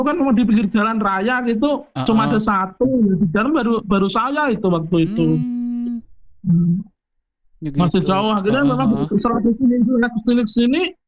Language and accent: Indonesian; Wonogiri, Central Java, Indonesia; moved away; saya Purwantoro gitu, dari Wonogiri, sama-sama Wonogiri ya.